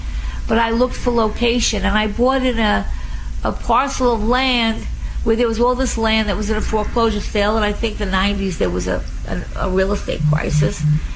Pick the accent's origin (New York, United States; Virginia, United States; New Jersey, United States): New York, United States; Long Island; You know, I was from Long Island, so it wasn't really about transportation because really, if you don't have a car on Long Island, I don't know.